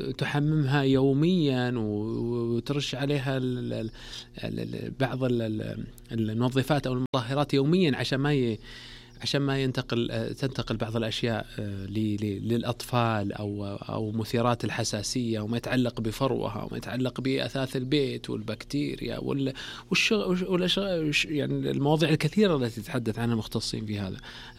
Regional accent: Saudi Arabia; عندنا في السعودية

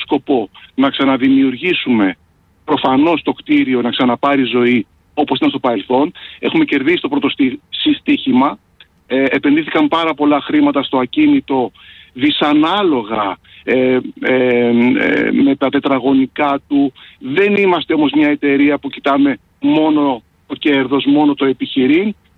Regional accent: Athens, Attica, Greece; born there; Γεννήθηκα στην Κυψέλη και έχω μια φωτογραφία όταν με είχαν πάει οι γονείς μου στο Μηνιόν να φωτογραφηθώ με τον Άγιο Βασίλη.

